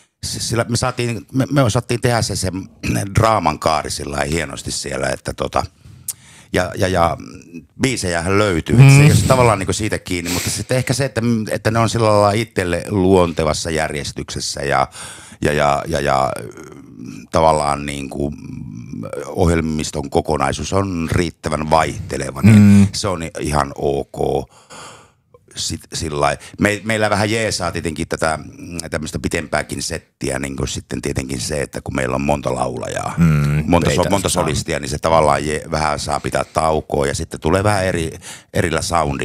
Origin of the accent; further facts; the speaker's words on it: Hailuoto, North Ostrobothnia, Finland; born there; mä oon syntynyt Hailuodossa ja mulla on juuret siellä.